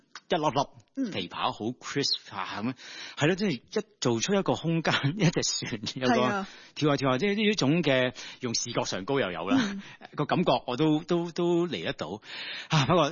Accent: Hong Kong; 我哋香港人

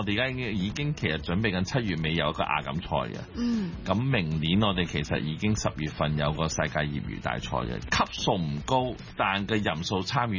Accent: Hong Kong; 我哋香港人

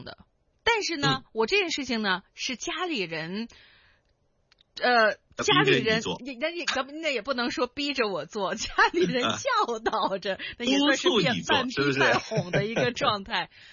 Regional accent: Hong Kong; first language Cantonese; Chinese is a second language; 我在香港长大，所以呢有很长的一段时间呢，就是暑假的一段时间，就是父母是因为看不过去了，因为感觉孩子只说广东话，一点普通话都不会

